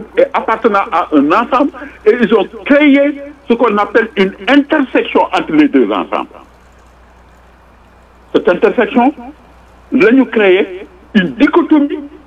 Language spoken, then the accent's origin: French; Senegal; born there; je suis né au Sénégal. Mes parents, mes grands-parents, mes arrière-grands-parents sont sous terre au Sénégal.